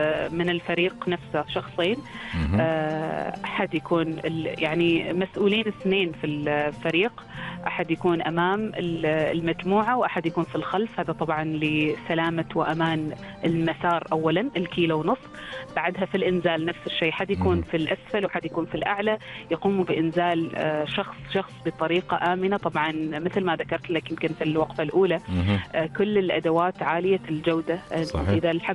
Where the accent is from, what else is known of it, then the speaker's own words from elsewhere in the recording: Oman; عندنا في سلطنة عمان. ونحن يعني بدورنا كأبناء هذا الوطن